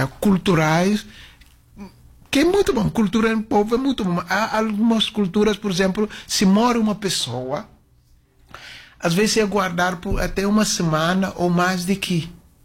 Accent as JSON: {"language": "Portuguese", "town": "Bissau", "country": "Guinea-Bissau", "tie": "born or raised there", "said": "eu cresci em Bissau"}